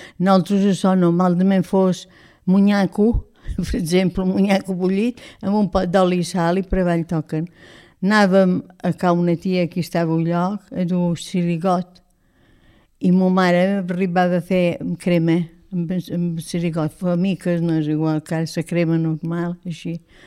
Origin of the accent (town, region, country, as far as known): Ferreries, Balearic Islands, Spain; born or raised there